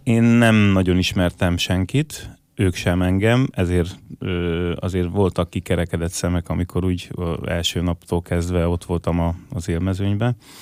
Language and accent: Hungarian; Paks, Tolna, Hungary; born there; also born or lived in Pusztaencse; now in Telki, Hungary; Én csak Pakson születtem.